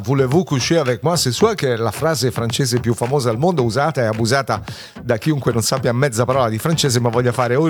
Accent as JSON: {"language": "Italian", "town": "Rome", "region": "Lazio", "country": "Italy", "said": "sono romano"}